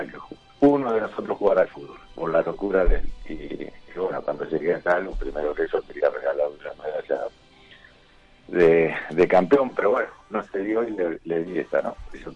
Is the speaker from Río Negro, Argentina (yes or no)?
no; Tucumán, Argentina; moved away; Somos tucumanos